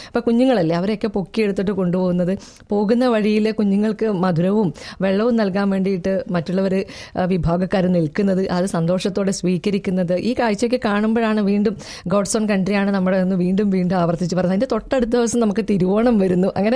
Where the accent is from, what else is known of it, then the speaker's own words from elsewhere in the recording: Kerala, India; ഞങ്ങൾ മലബാറുകാർക്ക് ഇന്നത്തെ ദിവസം ഓണം വിഷു വന്നു കഴിഞ്ഞാലും